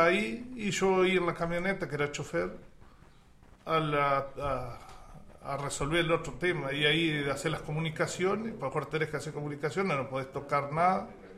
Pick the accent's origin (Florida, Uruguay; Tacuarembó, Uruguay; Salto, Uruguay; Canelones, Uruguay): Tacuarembó, Uruguay; Yo nací en Laureles, más específicamente. Soy de Paso Fialo, ahí, antes de llegar a Laureles. Y me crié ahí